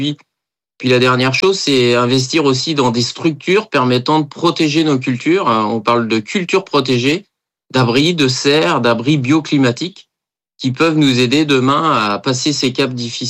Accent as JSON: {"language": "French", "town": "Nantes", "region": "Pays de la Loire", "country": "France", "said": "je suis nantais, maraîcher nantais."}